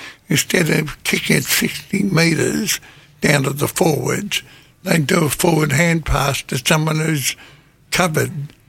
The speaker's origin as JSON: {"language": "English", "town": "Melbourne", "region": "Victoria", "country": "Australia", "tie": "born or raised there", "said": "I grew up in West Heidelberg"}